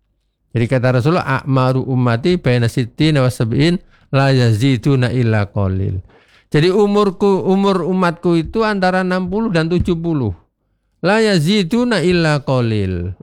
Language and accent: Indonesian; Java, Indonesia; born there; moved away; also born or lived in East Timor; saya ini kan lahir di Jawa, Mbak Listia ya, kemudian remaja di timur-timur. Nah, sekarang tua di sini ya. Nah, karena sudah 60 berarti saya bilang tua, sudah tua ya.